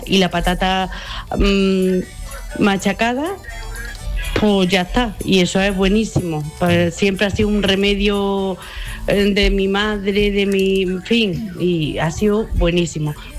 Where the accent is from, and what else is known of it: Bailén, Andalusia, Spain